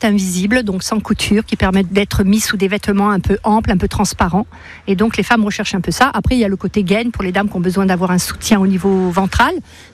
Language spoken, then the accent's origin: French; Paris, Île-de-France, France; born there; moved away as an adult; now in Marseille, France; Je suis née à Paris, dans le 10e arrondissement. J'adore Paris. Mais c'est vrai que ça fait maintenant presque 30 ans que je suis sur Marseille et j'y suis bien.